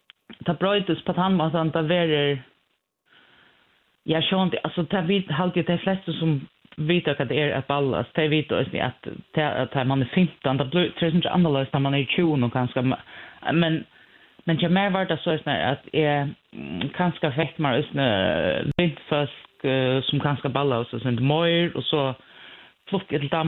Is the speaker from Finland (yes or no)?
no; Klaksvík, Norðoyar, Faroe Islands; och jag kommer från Klagsvik. Jag är 48, akkurat nu